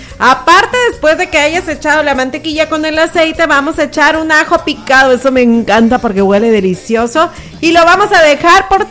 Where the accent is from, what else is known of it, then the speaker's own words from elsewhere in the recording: Tecuala, Nayarit, Mexico; moved away; Yo vengo de allá de Tecuala, Nayarit